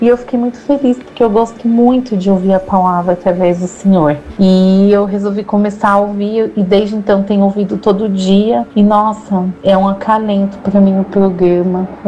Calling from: Guarulhos, São Paulo, Brazil; eu sou de Guarulhos.

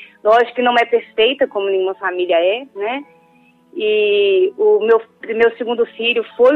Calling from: Entre Folhas, Minas Gerais, Brazil; Eu falo de Entre Folhas, Minas Gerais.

